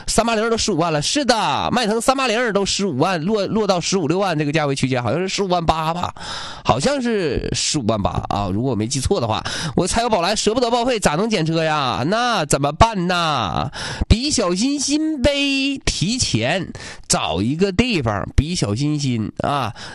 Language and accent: Chinese; Liaoyuan, Jilin, China; now in Changchun, China; 我回辽源老家，我吉林省东辽县